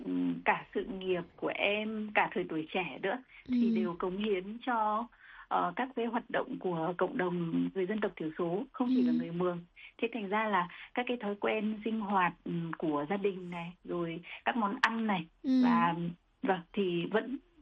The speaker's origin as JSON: {"language": "Vietnamese", "region": "Northwest", "country": "Vietnam", "tie": "born or raised there", "said": "những cái loại chấm đấy thì đều là các cái gia vị từ vùng Tây Bắc quê em mang về."}